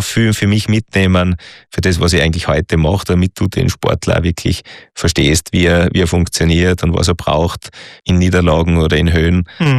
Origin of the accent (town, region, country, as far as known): Austria